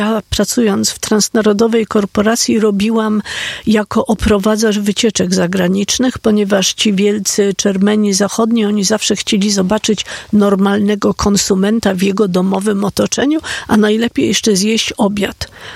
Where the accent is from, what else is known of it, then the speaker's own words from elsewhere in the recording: Warsaw, Masovian Voivodeship, Poland; Jeżeli pamięta pan PRL i mieszkał pan w kamienicy, ja się wychowałam w kamienicy na Grochowie, to w tej kamienicy była, w piwnicy była wspólna pralnia